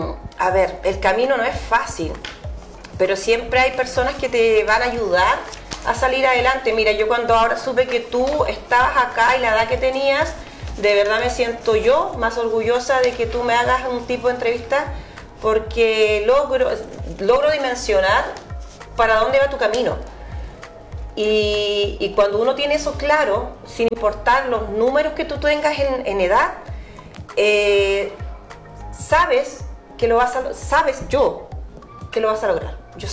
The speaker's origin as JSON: {"language": "Spanish", "country": "Chile", "said": "uno siendo chilena, tener la posibilidad de representar a Chile es maravilloso."}